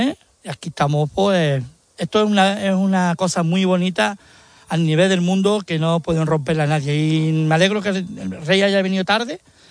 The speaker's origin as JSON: {"language": "Spanish", "country": "Spain", "said": "Pero yo soy español de pura cepa, vamos, yo mato por España."}